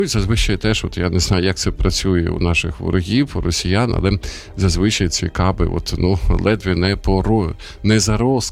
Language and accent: Ukrainian; Sumy, Sumy Oblast, Ukraine; now in Kyiv, Ukraine; ці два тижні перебував в Сумах, це моє рідне місто